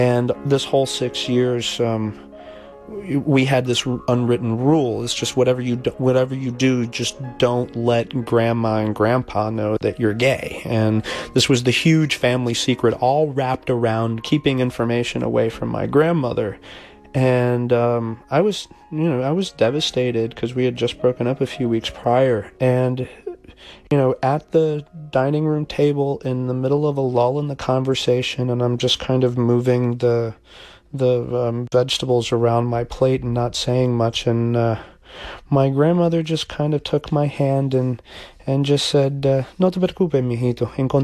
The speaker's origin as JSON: {"language": "English", "town": "Miami", "region": "Florida", "country": "United States", "tie": "born or raised there", "said": "Growing up in Miami, especially if you're Hispanic, you straddle two different cultures. You're as equally into … as you are"}